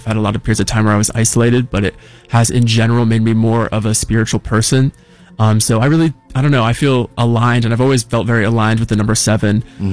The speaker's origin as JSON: {"language": "English", "town": "Chagrin Falls", "region": "Ohio", "country": "United States", "tie": "born or raised there", "said": "Yeah, I'm originally from Chagrin Falls, That's where I grew up."}